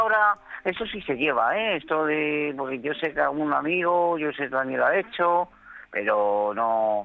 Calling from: Madrid, Community of Madrid, Spain; de Madrid

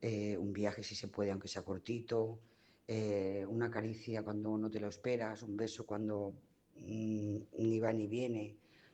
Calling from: Lloret de Mar, Catalonia, Spain; Lloret de Mar.

